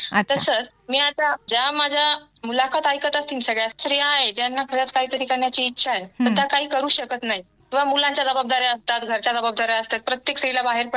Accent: Maharashtra, India; moved away as an adult; now in Mumbai, India; माझं माहेर आणि सासर दोन्ही ब्राह्मण गाव कोपरगाव तालुक्यामध्ये, जे शिर्डी जवळ आहे.

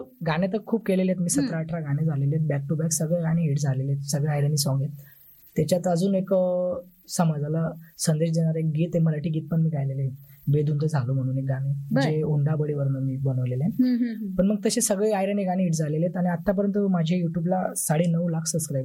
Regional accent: Varshi, Maharashtra, India; माझं मूळ गाव वर्षी, तालुका जिल्हा धुळे.

